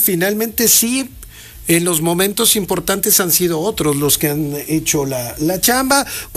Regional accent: Puebla, Mexico; entonces vienen humillando a los que somos poblanos, ¿vale?

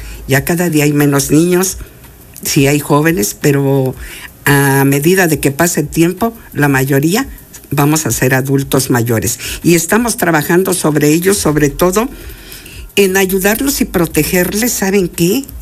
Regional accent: San Diego Acapulco, Puebla, Mexico

